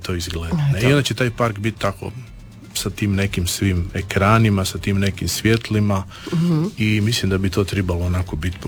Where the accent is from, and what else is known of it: Istria County, Croatia